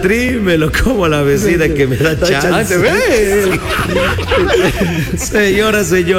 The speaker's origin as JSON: {"language": "Spanish", "country": "Ecuador", "said": "como todo ecuatoriano, como todo fiel ecuatoriano"}